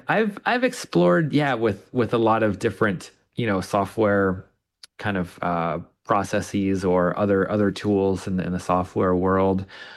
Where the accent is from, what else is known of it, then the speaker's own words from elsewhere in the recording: Plattsburgh, New York, United States; moved away as an adult; now in Charlottesville, United States; Ironically, it's also my hometown, where I grew up.